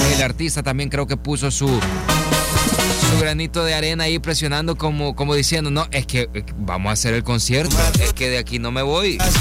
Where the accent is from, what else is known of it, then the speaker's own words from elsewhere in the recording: Santa Ana, El Salvador; moved away; allá en mi pueblo natal, Santa Ana